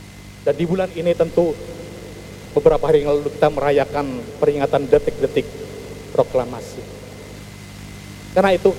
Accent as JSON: {"language": "Indonesian", "town": "Bekasi", "region": "West Java", "country": "Indonesia", "said": "baik sebagai warga At-Taqwa maupun sebagai warga Bekasi, juga sebagai warga bangsa negara kesatuan Republik Indonesia."}